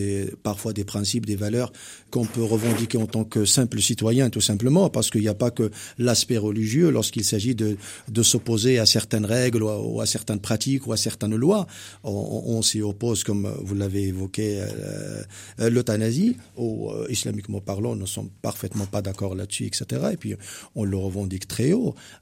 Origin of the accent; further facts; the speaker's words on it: Casablanca, Casablanca-Settat, Morocco; moved away; Je suis marocain, je suis natif de Casablanca. Je suis de Casablanca.